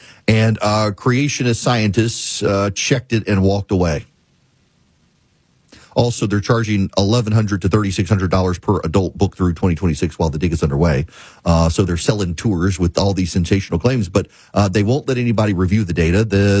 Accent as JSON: {"language": "English", "country": "United States", "said": "I am not Turkian, I am American, and it is Turkey."}